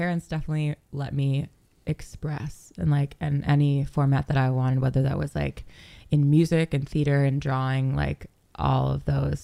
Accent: St. Paul, Minnesota, United States; I grew up in St. Paul, Minnesota.

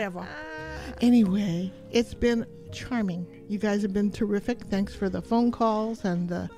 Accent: Hawaii, United States; We're from Hawaii.

